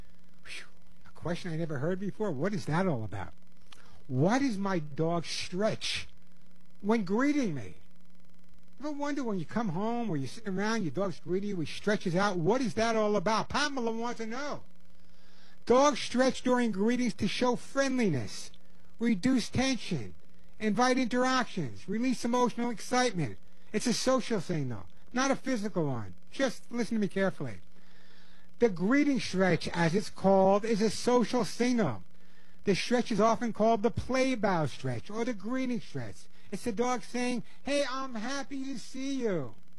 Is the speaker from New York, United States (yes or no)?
yes; Long Island, New York, United States